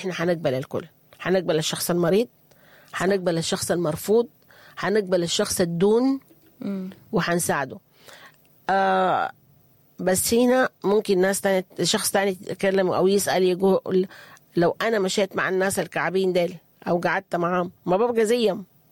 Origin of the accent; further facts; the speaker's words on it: Sudan; إحنا كسودانيين